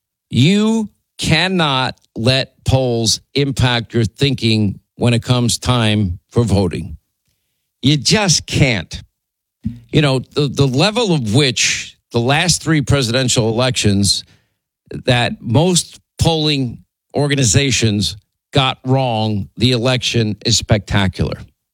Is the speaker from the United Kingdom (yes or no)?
no; Ireland; Well, I guess I'm still allowed to make fun of Irish, right? Because I'm Irish.